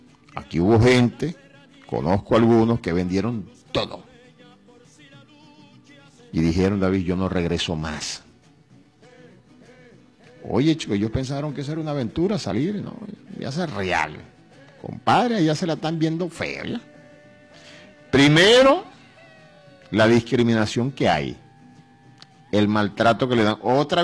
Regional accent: Venezuela; los venezolanos, somos venezolanos.

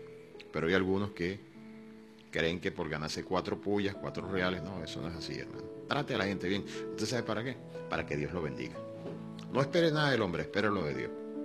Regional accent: Cantaura, Anzoátegui, Venezuela; now in Puerto Píritu area, Venezuela; Porque yo soy de Cantabria, y en Cantabria no hay mar. Allá el río Guanipa, donde yo largué el guayuco hace 61 años.

